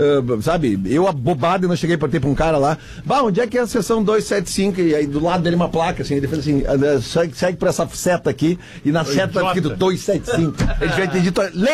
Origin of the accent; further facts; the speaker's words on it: Porto Alegre, Rio Grande do Sul, Brazil; Em Porto Alegre, onde eu me criei, onde eu voto desde sempre.